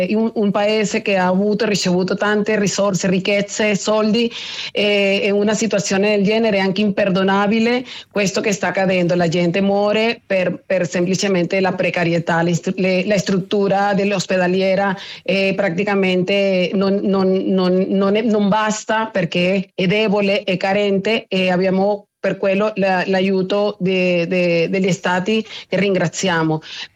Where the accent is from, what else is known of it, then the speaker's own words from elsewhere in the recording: Venezuela; Beh, io ovviamente non posso non emozionarmi di quello che accade nel mio paese, purtroppo.